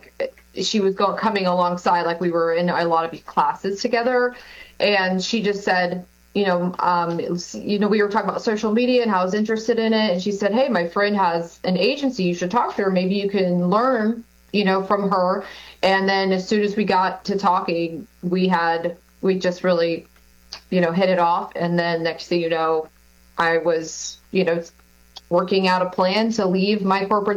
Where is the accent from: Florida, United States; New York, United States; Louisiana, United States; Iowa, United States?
Florida, United States; also born or lived in Sarasota / Lakeland; So I'm actually a Floridian. I was born in Sarasota and moved around a couple times, but always made my way back, and in a wonderful town called Lakeland.